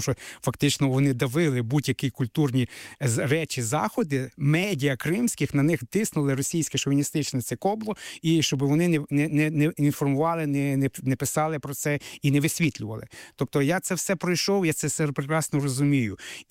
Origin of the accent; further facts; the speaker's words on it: Carpathians, Ukraine; moved away as an adult; now in Crimea, Ukraine; я етнічний бойко з Карпат. Я не народився в Криму. Але на сьогодні я себе самоідентифікую як етнічним українцем, приналежність до цієї громади.